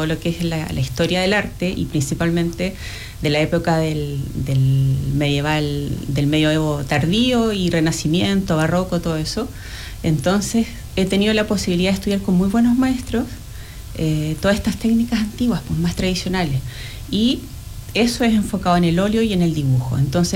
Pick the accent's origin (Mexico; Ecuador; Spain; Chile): Chile; Chile Chico, Aysén; moved away as an adult; Chile Chico es mi ciudad natal.